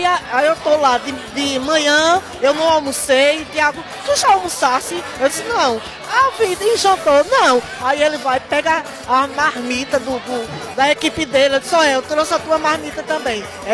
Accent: Brazil; moved away; eu sou do Vassoural

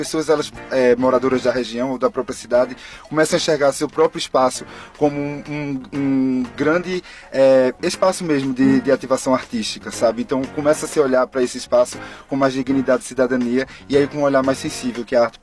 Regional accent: Caruaru, Pernambuco, Brazil; moved away as an adult; now in Recife, Brazil; Eu sou daqui de Caruaru, sou formado profissionalmente e artisticamente aqui em Caruaru

